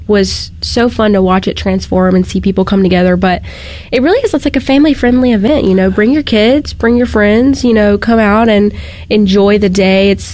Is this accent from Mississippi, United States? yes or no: yes; Crystal Springs, Mississippi, United States; I grew up in Crystal Springs, actually. So, you know, right over yonder, but I claim Jackson for the most part.